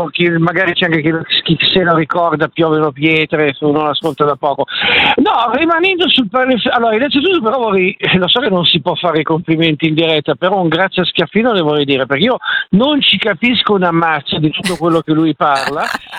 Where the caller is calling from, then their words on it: Milan, Lombardy, Italy; da Milano.